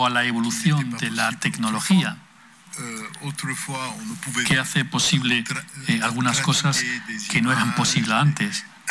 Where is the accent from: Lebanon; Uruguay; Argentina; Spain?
Lebanon; moved away; Yo, que crecí en el Líbano, sé algo de eso un poco.